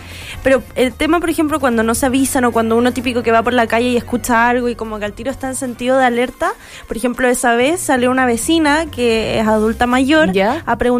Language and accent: Spanish; Aysén, Chile; yo como yo soy de Aysén, allá también hacíamos evacuaciones como generales de toda la ciudad